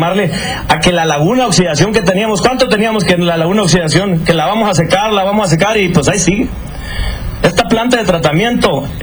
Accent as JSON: {"language": "Spanish", "town": "Puerto Peñasco", "region": "Sonora", "country": "Mexico", "said": "mi pueblo, ¿no? El pueblo de Puerto Peñasco"}